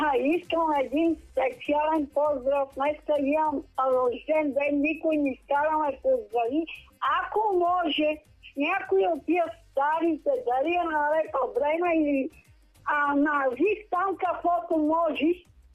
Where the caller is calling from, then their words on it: Sofia, Sofia City, Bulgaria; тук от София съм.